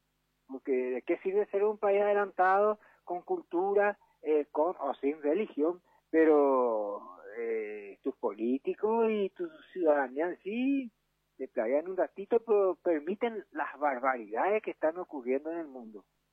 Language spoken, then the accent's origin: Spanish; Paraguay; Yo, como paraguayo